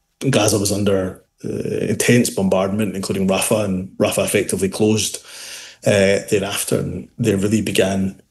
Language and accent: English; Scotland, United Kingdom; I've grown up around the Jewish community. I grew up in East Renfrewshire, the area of Scotland that has the largest Jewish population.